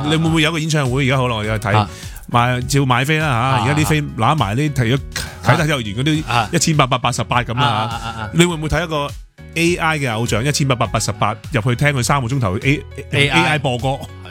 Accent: Hong Kong; 我香港人

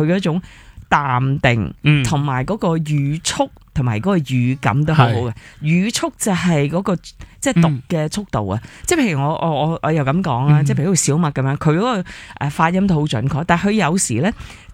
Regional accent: Hong Kong; 因为我自己都系香港人啦

